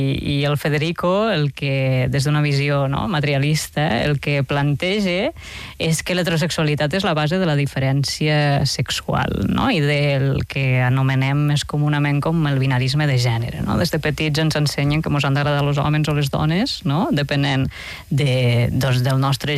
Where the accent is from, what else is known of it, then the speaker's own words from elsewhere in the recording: Lleida, Catalonia, Spain; A veure, jo sóc de Lleida, que és una ciutat que ja sé que queda molt lluny.